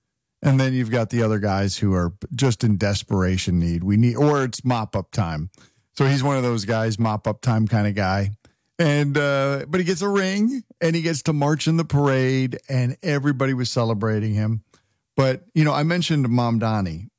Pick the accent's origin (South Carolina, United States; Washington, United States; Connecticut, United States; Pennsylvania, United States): Connecticut, United States; I used to be much bigger when I lived growing up in Connecticut, loved the Knicks